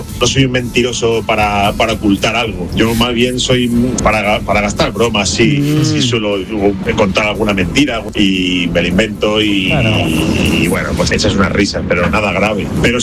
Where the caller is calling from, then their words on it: Villa del Prado, Community of Madrid, Spain; Aquí un ponedor … de Villa del Prado.